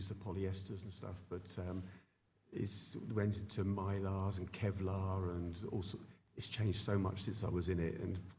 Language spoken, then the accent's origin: English; South East England, United Kingdom; moved away as an adult; now in Mallorca, Spain; I'm originally from between Southampton and Portsmouth.